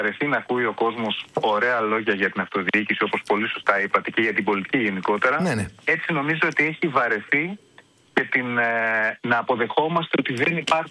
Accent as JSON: {"language": "Greek", "town": "Serres", "region": "Central Macedonia", "country": "Greece", "said": "Εγώ είμαι από Σέρες."}